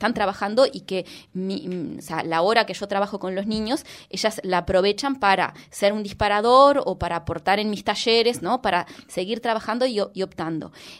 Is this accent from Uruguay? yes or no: yes; Montevideo, Uruguay; soy uruguaya, vengo de Montevideo